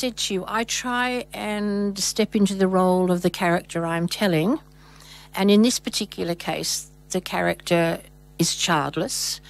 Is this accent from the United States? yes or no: no; Swan Valley, Western Australia, Australia; also born or lived in Croatia; Well, I thought that because I'm a resident of the Swan Valley. I grew up in the Swan Valley, and I haven't, apart from going to live in Croatia for a long time, or not quite a year, I came back to the valley